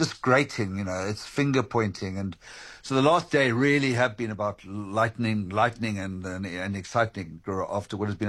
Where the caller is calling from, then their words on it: Denbigh, Wales, United Kingdom; I'm actually phoning from Denby in Wales